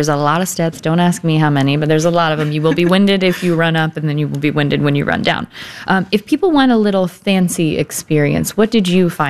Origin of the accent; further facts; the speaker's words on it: Canton, Ohio, United States; let's start with Canton, my hometown. Shout out to the 330 Perry High School grad.